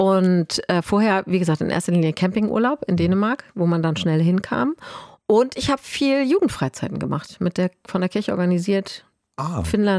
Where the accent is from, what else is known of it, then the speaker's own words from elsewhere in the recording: Schleswig-Holstein, Germany; ich bin ja auf dem Festland vor Sylt aufgewachsen.